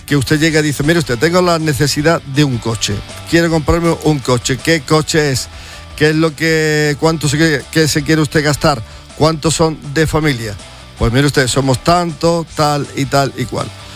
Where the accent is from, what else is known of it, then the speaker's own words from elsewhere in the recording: Spain; yo soy español.